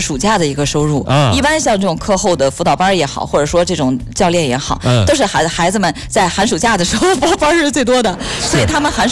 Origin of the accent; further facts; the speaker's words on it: Yingkou, Liaoning, China; moved away; 我老家营口都有营口银行